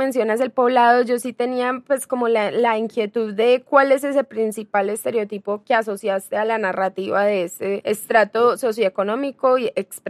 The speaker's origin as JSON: {"language": "Spanish", "town": "Bello", "region": "Antioquia", "country": "Colombia", "lives_now": "Medellín, Colombia", "said": "no es mi territorio porque yo soy de Bello, pero habito en él"}